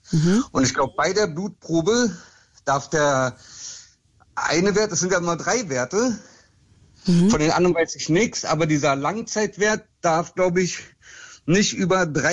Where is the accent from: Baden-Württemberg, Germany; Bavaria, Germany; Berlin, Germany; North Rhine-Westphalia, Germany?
Berlin, Germany; Also, ich bin Berliner. Also, mein Vater kommt aus dem Irak.